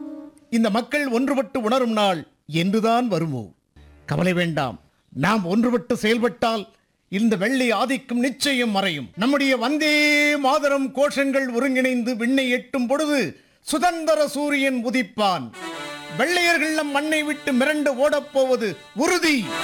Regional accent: Ettayapuram, Tamil Nadu, India; born there; நான் பிறந்த ஊரான எட்டயபுரத்துக்கு பக்கத்து ஊரான ஒட்டப்புடாரம் தான் இவர் பிறந்த ஊர்.

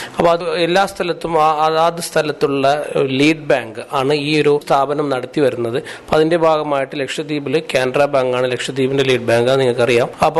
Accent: Kalpeni, Lakshadweep, India; now in Kavaratti, India; ഞാൻ കൽപ്പേനി സ്വദേശിയാണ്.

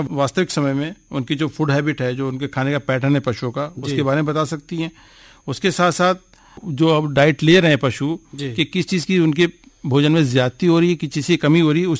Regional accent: Bijnor, Uttar Pradesh, India; खासकर हमारे जिला बिजनौर में

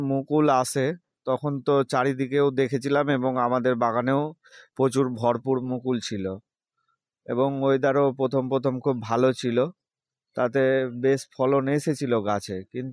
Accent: West Bengal, India; আমার বাড়ি মালদার সাহাপুর নিত্যানন্দপুর এরিয়াতে।

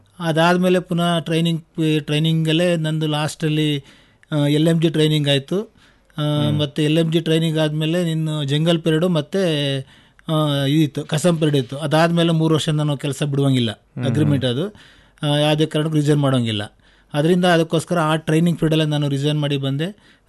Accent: Mandya district, Karnataka, India; moved away as an adult; also born or lived in Bengaluru; now in Mysuru, India; ಹರಗಿನ ನನ್ನ ಊರು ಹರಗಿನಮೇಳೆ, ತಗ್ಗಳ್ಳಿ ದಾಖಲೆ, ಕೊಪ್ಪ ಹೋಬಳಿ, ಮದ್ದೂರು ತಾಲೂಕು, ಮಂಡ್ಯ ಡಿಸ್ಟಿಕ್ಕಲ್ಲಿ ರೈತ ಕುಟುಂಬದಿಂದ ಬಂದಂಥವನು. ಹೆಚ್ಚಿಗೆ ನಮ್ಮ ಹಳ್ಳಿಯಿಂದ ಬಂದಂಥ ನಾವು ಗ್ರಾಮೀಣ ಪ್ರತಿಭೆ.

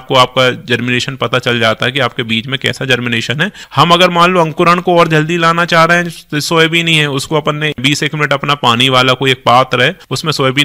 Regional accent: Sagar district, Madhya Pradesh, India

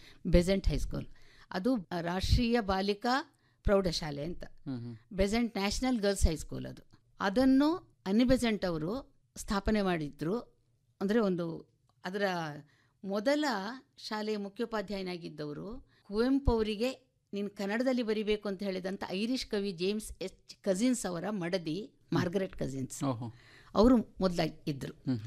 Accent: Mangaluru, Karnataka, India; born there

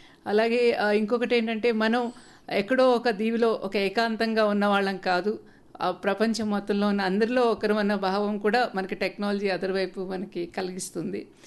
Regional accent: Mahbubnagar, Telangana, India; నా చిన్నతనంలో మా మహబూబ్ నగర్లో

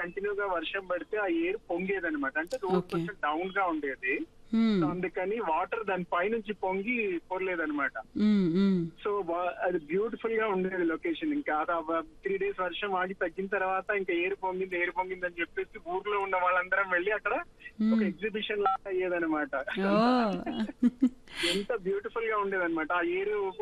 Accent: Medak, Telangana, India; now in Hyderabad, India; మాది మెదక్ యాక్చువల్ గా.

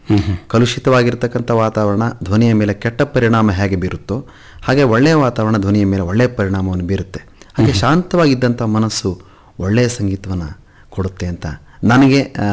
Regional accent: Kalasa, Karnataka, India; ನಾನು ಹುಟ್ಟಿ ಬೆಳೆದಿದ್ದು ಕಳಸದಲ್ಲಿ, ಚಿಕ್ಕಮಗಳೂರು ಜಿಲ್ಲೆ, ಮಲೆನಾಡಿನ ಒಂದು ಶಾಂತ ಸುಂದರ ಹಳ್ಳಿ, ಚಿಕ್ಕ ಹಳ್ಳಿ ಅದು.

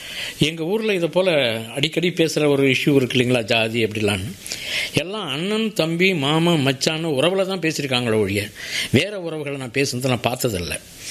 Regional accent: Tamil Nadu, India; born there; moved away; also born or lived in Puducherry; மின்சாரம், நல்ல நீர், வேறு மாதிரியான அடிப்படை வசதிகள்னு எதுவுமே இல்லாத ஒரு கிராமத்திலிருந்து தான் நான் வந்தாடுறேன். புளியம்பட்டுங்கிற ஒரு கிராமம், பக்கத்தில் ஆதனூர்

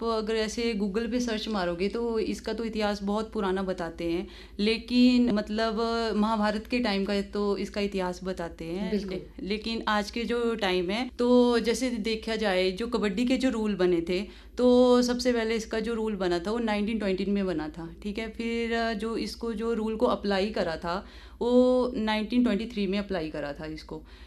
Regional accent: Bilaspur, Himachal Pradesh, India; moved away as an adult; now in Solan district, India; मैं बिलासपुर की रहने वाली हूँ और मेरे गांव का नाम है कुमझवाड़।

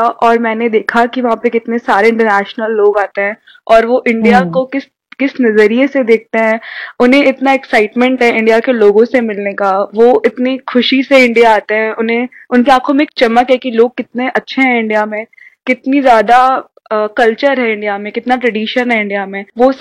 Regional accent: Narsinghpur, Madhya Pradesh, India; moved away as an adult; now in Indore, India; मैं नरसिंहपुर से हूँ, जो जबलपुर के पास आता है, और मैंने अपना ग्रेजुएशन भी इंदौर से ही किया है।

